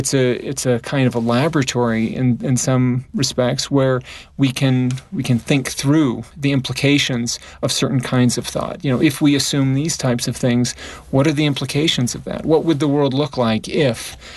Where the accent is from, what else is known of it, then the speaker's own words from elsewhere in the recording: St. Louis, Missouri, United States; born there; also born or lived in Sweden; I was born in St. Louis in the Midwest, and being in Sweden for those 3 years really, I think, as a child, helped to expand my view of the world